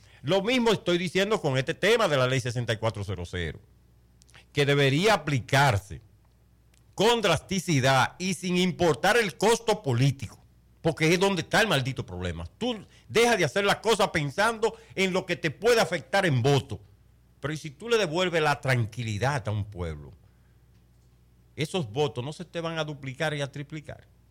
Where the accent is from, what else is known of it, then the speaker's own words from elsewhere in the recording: Dominican Republic; yo, como ciudadano dominicano